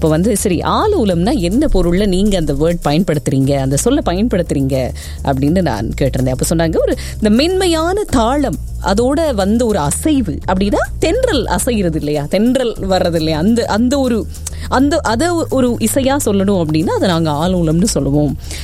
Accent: Sri Lanka; accent: Sri Lankan; என்னுடைய ஆக்சென்ட் வந்து ஸ்ரீலங்கன் மாதிரி இருக்குன்னு சொல்லியிருக்காங்க. ஆமாம், நான் இலங்கையை சேர்ந்தவ தானே, அப்போ அப்படி தான் இருக்கும்.

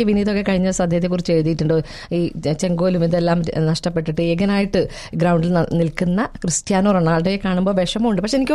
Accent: Kerala, India; now in United Arab Emirates; നമ്മുടെ കേരളത്തിൽ

